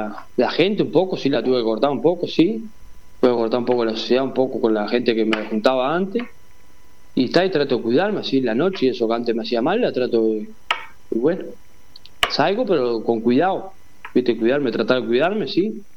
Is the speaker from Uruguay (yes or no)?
yes; San José, Uruguay; yo soy de San José, estoy trabajando para estos lados, viste, para acá, para este lado de tres esquinas.